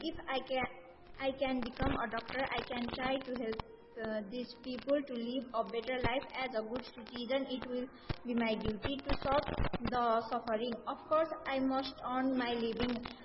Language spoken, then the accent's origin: Nepali; Ganapati, Gandaki Province, Nepal; शुक्रगण्डकी 8 Ganapati.